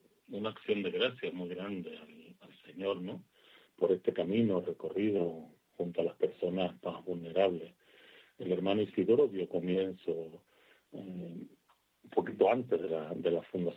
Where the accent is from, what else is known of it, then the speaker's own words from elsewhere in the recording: Canary Islands, Spain; born there; somos varios los hermanos que nacimos ahí en Gran Canaria y en otras islas del archipiélago.